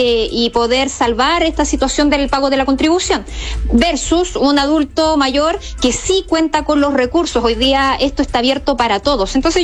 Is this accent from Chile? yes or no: yes; Chile